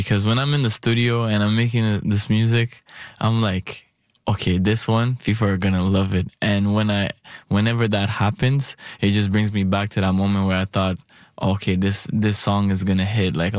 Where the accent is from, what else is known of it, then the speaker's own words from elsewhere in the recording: Burundi; moved away; I came from Burundi in 2010. I immigrated here with my whole family and our culture has been stuck with us ever since. And everywhere I go, I always meet Burundians that just look like me, that grew up the same way as me.